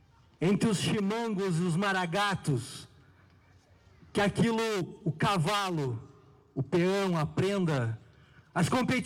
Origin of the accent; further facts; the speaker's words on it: Soledade, Rio Grande do Sul, Brazil; Nós somos gaúcho, nós somos de Soledade